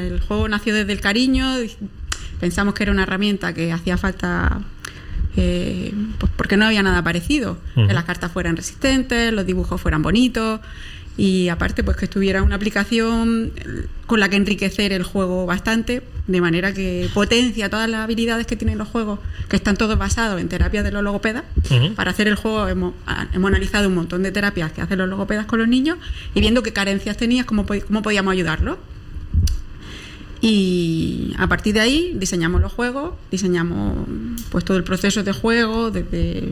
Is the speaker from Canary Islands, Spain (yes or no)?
no; Albox, Andalusia, Spain; Ah, mi familia tenía un almacén de juguetes en Albó. Yo soy de Albó.